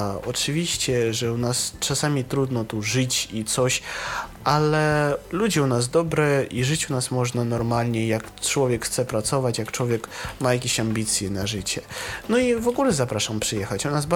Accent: Russia; U nas w Rosji

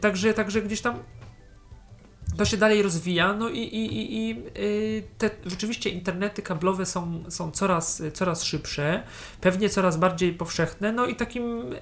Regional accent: Poznań, Greater Poland Voivodeship, Poland; akurat u nas w Poznaniu

